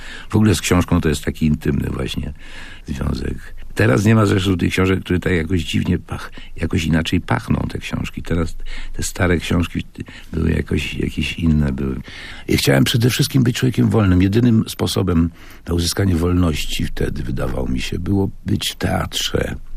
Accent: Kraków, Lesser Poland, Poland; Ja jestem rodowitym krakowianinem, z dziada pradziada.

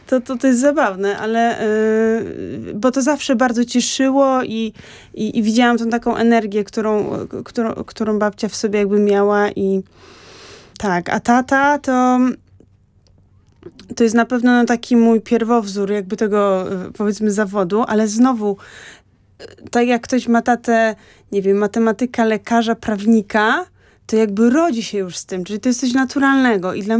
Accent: Kraków, Lesser Poland, Poland; ja chodziłam też do liceum ogólnokształcącego, do piątki w Krakowie

